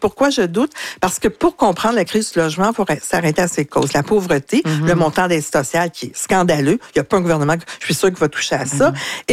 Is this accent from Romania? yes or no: no; Quebec, Canada; Alors donc, en tant que Québécois, ça ne devrait pas m'intéresser la piscine.